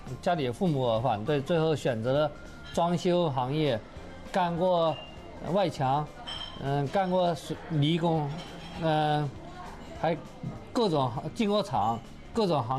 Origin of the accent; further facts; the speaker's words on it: Sichuan, China; 嗯，这个就是我们四川人喜欢吃的口味